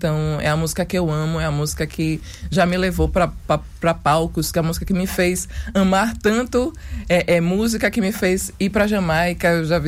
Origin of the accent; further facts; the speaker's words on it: Cachoeira, Bahia, Brazil; moved away as an adult; now in Salvador, Brazil; Eu sou de Cachoeira, vim para Salvador para estudar música, fiz licenciatura.